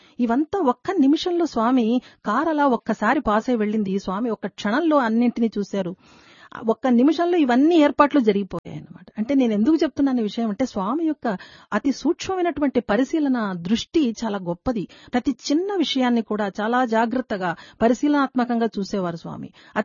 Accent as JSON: {"language": "Telugu", "region": "Andhra Pradesh", "country": "India", "said": "నేను రాయలసీమ దాన్ని, స్వామి రాయలసీమ సంబంధించినటువంటి వారు, తీపులు చాలా బాగున్నాయి స్వామి అని అన్నాను."}